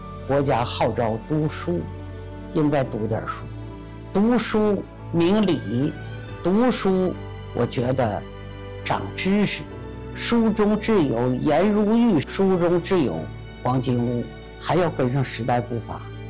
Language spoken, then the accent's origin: Chinese; Liaoyang, Liaoning, China; also born or lived in Anshan; 今年82岁了，生在辽阳，工作在鞍山37年